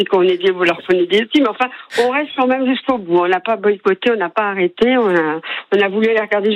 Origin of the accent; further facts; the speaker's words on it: Marsillargues, Occitanie, France; born there; Si vous regardez ma date de naissance, c'est le 24 juillet et je suis née à Massiergue.